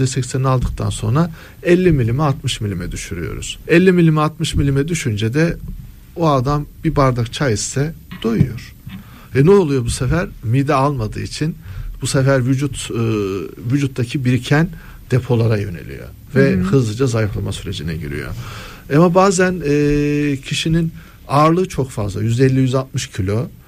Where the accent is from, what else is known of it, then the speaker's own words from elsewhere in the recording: Giresun, Turkey; Ben mesela Giresunluyum.